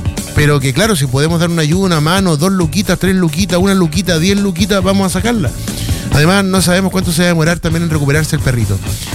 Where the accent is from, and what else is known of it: Valparaíso, Chile